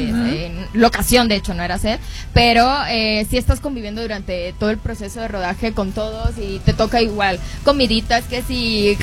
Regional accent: Matanzas, Cuba; born there; moved away; en Matanzas, que es mi provincia donde nací, en Cuba, en el portal de mi casa.

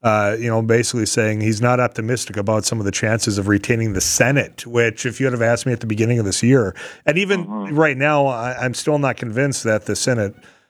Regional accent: United States; as an American

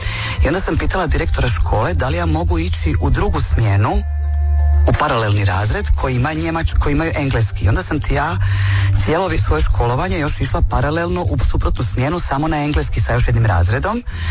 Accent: Našice, Osijek-Baranja County, Croatia; naglo prekinuti svoje školovanje, preseliti iz Našica u Osijek, znači ostaviti svoju generaciju u srednjoj školi, pridružiti se nekim novim ljudima

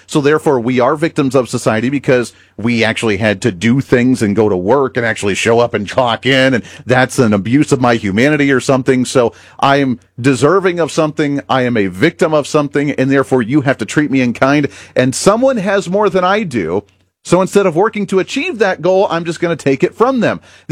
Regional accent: Colorado, United States; That is one state that is near and dear to my heart, growing up in Colorado, graduating from high school in Colorado, going to the broadcasting school in Colorado.

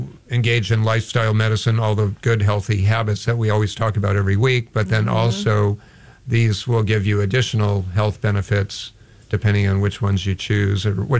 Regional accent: Hawaii, United States; or as we, growing up in Hawaii, we just called it walking barefooted.

